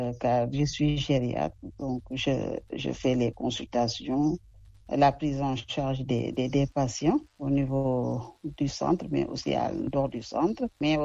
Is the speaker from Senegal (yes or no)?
yes; Senegal; Mais ici, chez nous au Sénégal